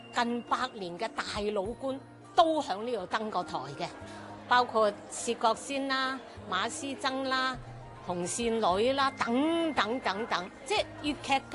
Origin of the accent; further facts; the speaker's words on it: Guangzhou, Guangdong, China; 我哋广州人、我哋广东人